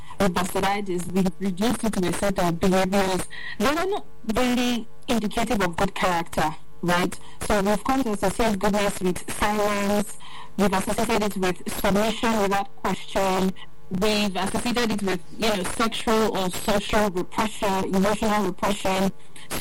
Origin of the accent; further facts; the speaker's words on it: Kenya; now in Doha, Qatar; I'm a Kenyan Doha, and I'm so happy to be here.